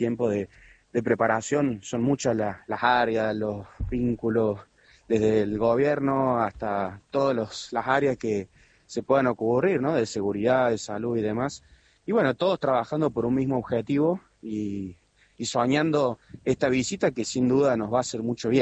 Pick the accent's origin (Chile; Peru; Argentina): Argentina; Córdoba; como cordobeses y como argentinos.